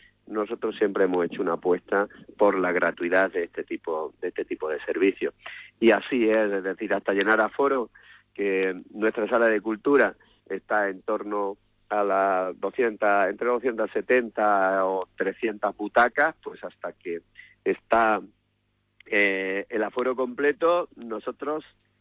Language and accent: Spanish; Serón, Andalusia, Spain; venir a mi pueblo, a Serón